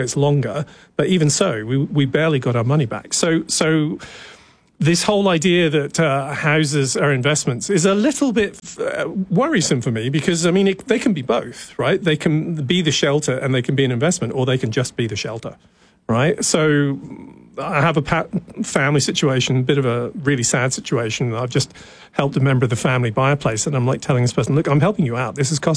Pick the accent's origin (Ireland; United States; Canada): Canada; Ontario; So I came from Ontario, right? And I noticed the taxation system here was very different when I moved, right?